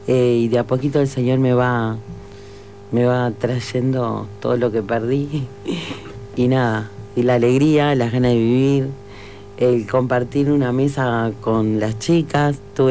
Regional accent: Parque del Plata, Canelones, Uruguay; tengo 49 años … Me crié en Parque del Plata con mi madre, mi padre, y en total éramos 8 hermanos.

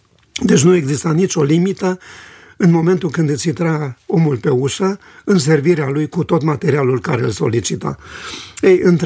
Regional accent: Romania; dar îmi permit să spun eu, ca român, respectul și admirația pentru munca de o viață

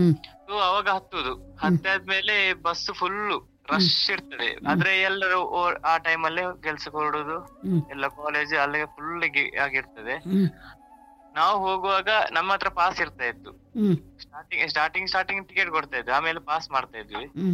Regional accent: Bantwal, Karnataka, India; ನಮ್ಮ ಊರು ಬಂಟ್ವಾಳ ಮ್ಯಾಮ್.

